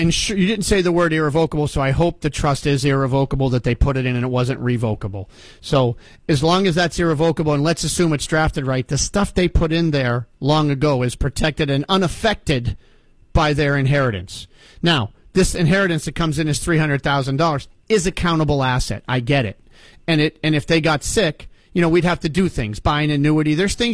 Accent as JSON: {"language": "English", "region": "Ohio", "country": "United States", "said": "give you a shout out for being from Ohio, because that's my home state."}